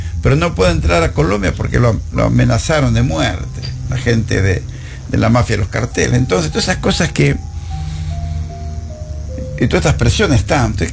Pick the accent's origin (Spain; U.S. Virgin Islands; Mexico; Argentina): Argentina; como soy de Argentina